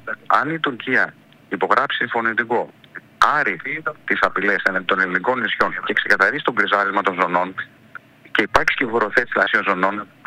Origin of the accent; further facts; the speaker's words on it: Samos, North Aegean, Greece; Υποσχέτε και εσείς, de facto είμαι Σαμιώτης.